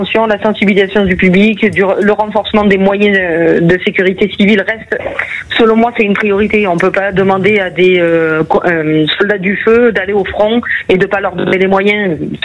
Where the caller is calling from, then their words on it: Nîmes, Occitanie, France; Moi, je suis de Nîmes, j'ai déjà été évacuée par rapport à un incendie.